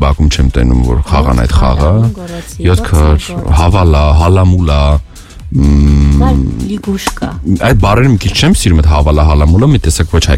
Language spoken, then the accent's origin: Armenian; Baku, Azerbaijan; ես 24 ժամ Բաքում եմ եղել, ես մեծացել եմ Բաքում, ես քնել եմ Բաքում, այսպես ասած, ու շատ շնորհակալ եմ իմ Բաքին